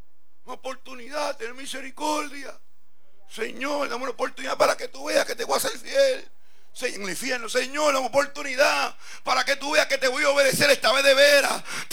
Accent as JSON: {"language": "Spanish", "country": "Puerto Rico", "said": "le llaman en mi país, Puerto Rico"}